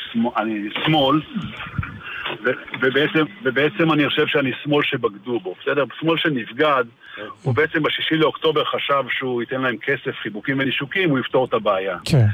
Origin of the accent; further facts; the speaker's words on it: Be'eri, Southern District, Israel; ובסוף אנחנו רוצים לחזור הביתה, אנחנו רוצים לשקם את הכל ולחזור הביתה לקהילה שלנו. המשפחה כבר לא תהיה אותו דבר וגם הקהילה היא השתנתה טיפה. אבל אני אומר לך שעדיין, אני אומר ש80% ממה שהיה בבארי